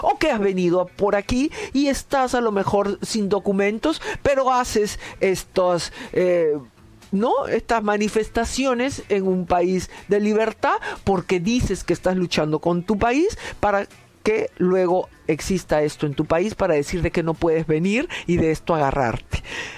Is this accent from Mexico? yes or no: no; Peru; moved away; nos adaptamos a cómo es este sistema, siendo peruanos